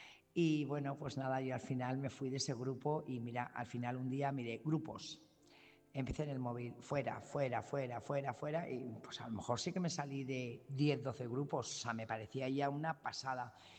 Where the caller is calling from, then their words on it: Burgos, Castile and León, Spain; corresponsal de Burgos.